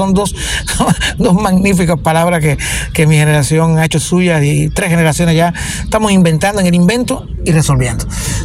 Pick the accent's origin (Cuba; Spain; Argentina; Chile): Cuba; yo soy un cubano de a pie que quiere que su país funcione de alguna manera mejor